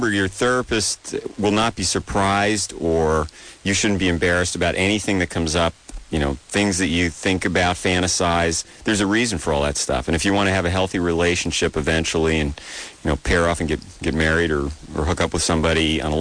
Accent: Jericho, New York, United States; I'm from Long Island

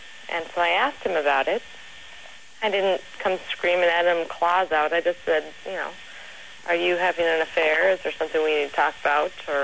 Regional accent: Midwest, United States; I'm from the Midwest, so this is...

